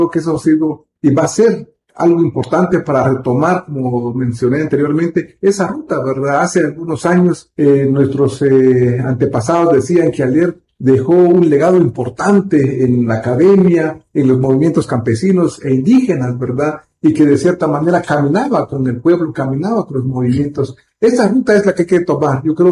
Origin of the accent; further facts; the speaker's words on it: Guatemala; first language Kaqchikel; Spanish is a second language; Me gustaría también mandarles un saludo en mi idioma materno, que es el cachiquel, que es un idioma, es uno de los 22 idiomas mayas que hablamos aquí en Guatemala.